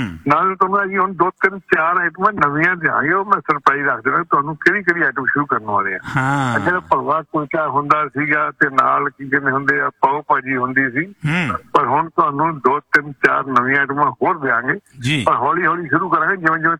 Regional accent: Amritsar, Punjab, India; ਪਰ ਅਸੀਂ ਅੰਮ੍ਰਿਤਸਰ ਦੇ ਰਹਿਣ ਵਾਲੇ

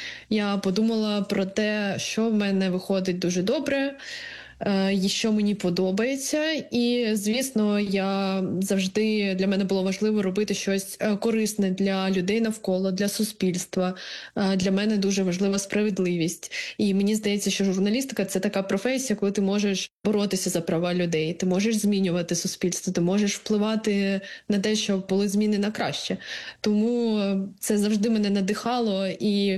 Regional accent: Kharkiv, Kharkiv Oblast, Ukraine; Так, я з Харкова. Там народилися, і кілька поколінь моєї родини проживало в Харкові.

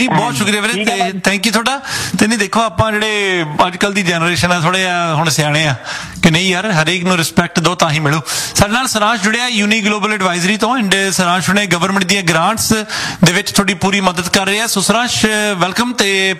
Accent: Punjab, India; ਜਿਹੜੇ ਆਪਾਂ ਤੁਸੀਂ ਚਲੋ ਦੁਆਬੇ ਵਾਲੇ ਹੋ ਅਸੀਂ ਮਾਲਵੇ ਵਾਲੇ

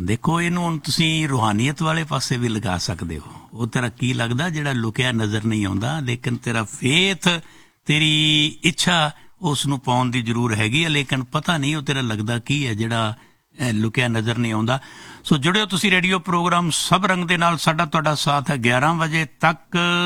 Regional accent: Punjab, India; now in Canada; ਅਸੀਂ ਮੈਂ ਇੰਡੀਆ ਤੋਂ ਪੰਜਾਬ ਤੋਂ ਰਹਿਣ ਵਾਲਾ

